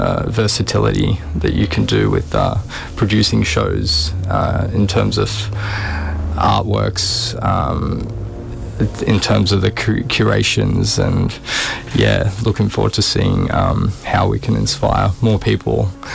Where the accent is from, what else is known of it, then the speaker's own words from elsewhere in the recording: Canberra, Australian Capital Territory, Australia; now in Brisbane, Australia; A great community here in Brisbane too. I came from Canberra, so yeah, the bar was pretty low when I was there.